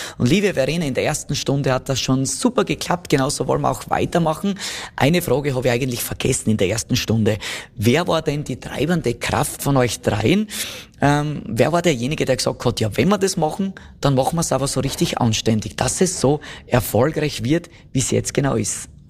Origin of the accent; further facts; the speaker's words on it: Styria, Austria; wenn ich das so sagen darf, als Steirer.